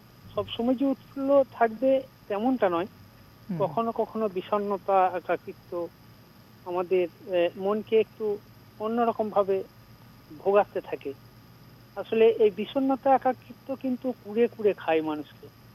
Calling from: Purba Bardhaman, West Bengal, India; পশ্চিমবঙ্গ রাজ্যের পূর্ব বর্ধমান থেকে আমি

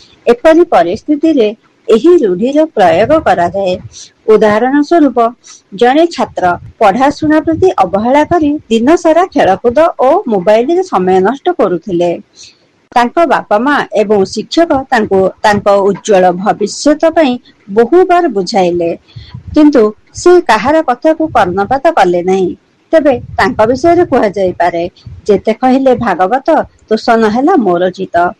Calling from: Bhubaneswar, Odisha, India; ଭୁବନେଶ୍ୱରରୁ କହୁଛି।

